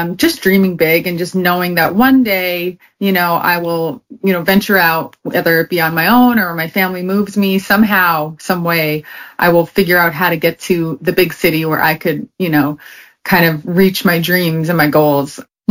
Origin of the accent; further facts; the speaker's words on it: Paradise, Newfoundland and Labrador, Canada; moved away; I grew up in Newfoundland. I was born there in St. John's. I grew up in Paradise. I lived in Paradise my whole life in the same house. I was there until I was about, it was 1999 we moved.